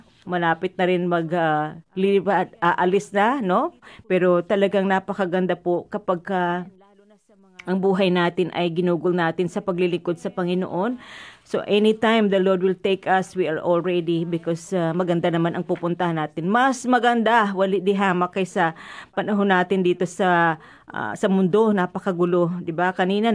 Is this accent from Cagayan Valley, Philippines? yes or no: no; Davao City, Davao Region, Philippines; accent: Bisaya; Ako, Bisaya man ako dahil, no? Tagadabaw ako. So, mayroon accent ang Timorlin na, ano ba yun? May accent na Bisaya.